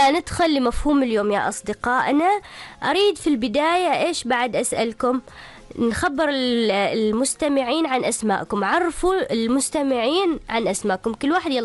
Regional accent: Oman

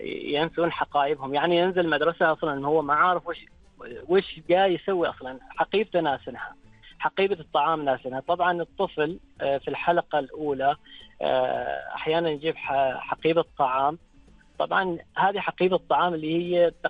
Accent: Oman; نحن كعمانيين

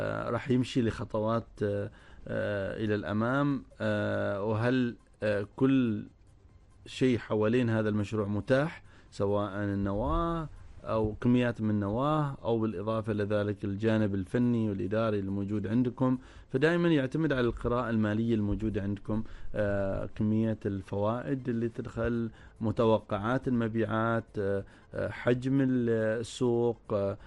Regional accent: Oman; هل عندنا بالفعل في عمان أماكن مفتوحة للخيار بكميات كبيرة

